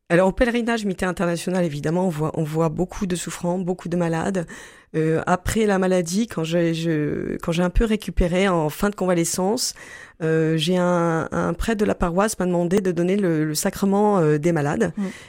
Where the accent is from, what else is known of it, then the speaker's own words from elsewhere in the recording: Marseille, Provence-Alpes-Côte d'Azur, France; Moi, je suis de Marseille